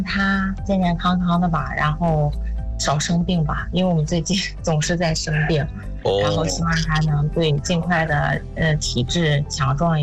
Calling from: Baoding, Hebei, China; 我是保定的啊，

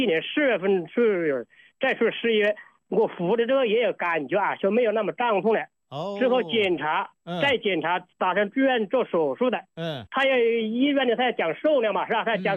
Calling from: Honghu, Hubei, China; 我是洪湖新滩的。

